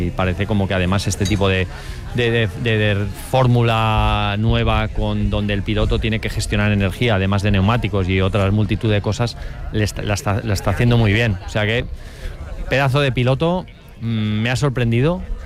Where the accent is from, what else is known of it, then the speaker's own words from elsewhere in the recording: Spain; tener el privilegio de disfrutar como español de dos grandes premios en casa, Madrid y Barcelona